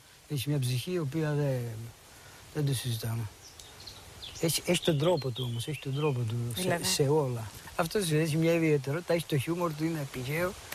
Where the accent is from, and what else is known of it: Crete, Greece; born there